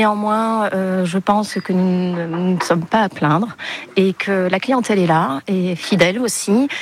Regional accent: Marseille, Provence-Alpes-Côte d'Azur, France; moved away as an adult; now in Gironde, France; Alors moi, je suis là à Marseille, je viens du sud et j'ai toute ma famille paternelle en Bretagne, située à Saint-Malo.

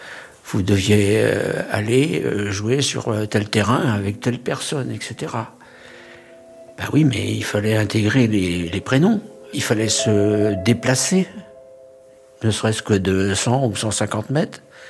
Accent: Laval, Pays de la Loire, France; Je vais avoir 78 ans. Je suis donc natif de Laval, de la Mayenne.

